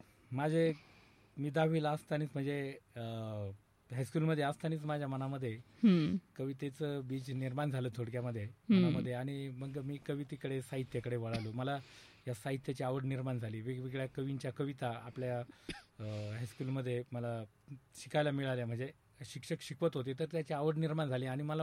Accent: Wadala Mahadev, Maharashtra, India; माझं बालपण वडाळा महादेव तालुका श्रीरामपूर जिल्हा अहिल्यानगर वडाळा महादेव या खेडेगावात गेलं. आणि अतिशय छानपणे मस्तीत माझं बालपण गेलं.

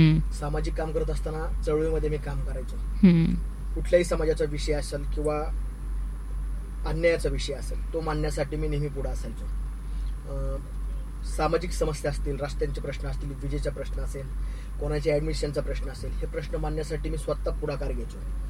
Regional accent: Ahmednagar, Maharashtra, India; माझं मूळ गाव दशमी गावात, परंतु गेल्या 35 ते 40 वर्षांपासून, थोडक्यात जन्मापासून केडगाव मध्ये माझं बालपण गेलं।

